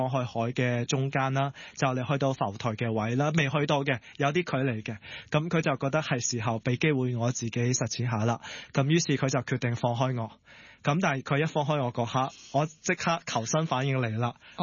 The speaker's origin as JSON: {"language": "Cantonese", "town": "Chaozhou", "region": "Guangdong", "country": "China", "said": "雖然我係潮州人啦，都係好近海啦"}